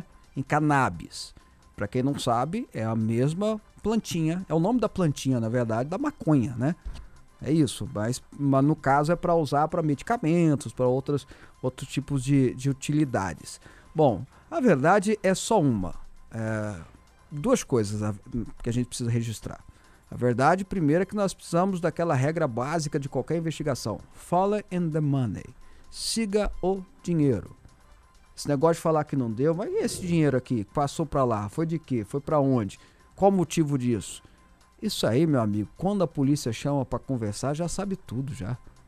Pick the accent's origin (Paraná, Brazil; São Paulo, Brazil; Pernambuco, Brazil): São Paulo, Brazil; now in Goiânia, Brazil; sou natural da Zona Leste de São Paulo. Então, é corintiano, certeza absoluta.